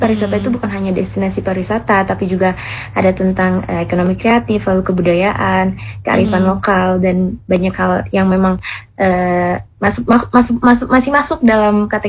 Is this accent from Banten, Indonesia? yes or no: yes; Ciruas, Banten, Indonesia; itu berasal dari daerah aku sendiri, dari Ciruas.